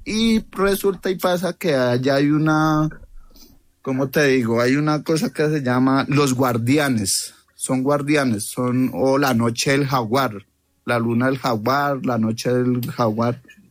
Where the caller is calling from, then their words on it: Bogotá, Colombia; yo soy de Bogotá